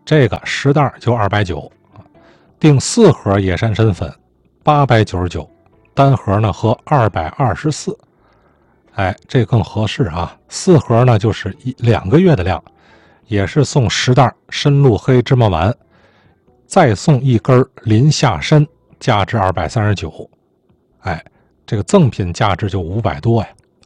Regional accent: Tianjin, China; 我们天津人

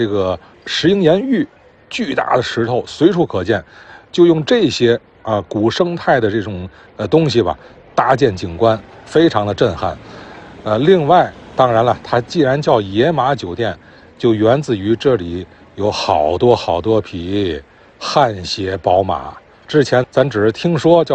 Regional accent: Tianjin, China; 这个语音外放出来，就暴露我来自天津了。

